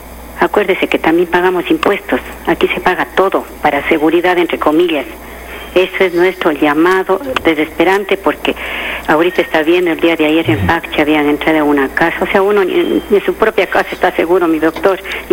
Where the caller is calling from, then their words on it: Ecuador; Soy una moradora de Chollabamba.